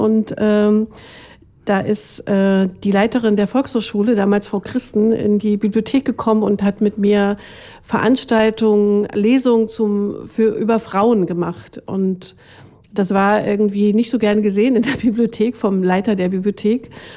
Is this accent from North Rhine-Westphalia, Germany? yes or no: no; Guben, Brandenburg, Germany; moved away; Ich bin ja im Neubaugebiet aufgewachsen